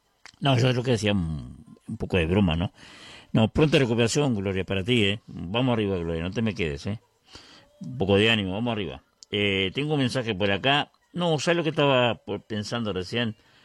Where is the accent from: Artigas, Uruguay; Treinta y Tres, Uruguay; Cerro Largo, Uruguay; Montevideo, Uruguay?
Treinta y Tres, Uruguay; Vergara; los quiñeleros de mi pueblo, de Vergara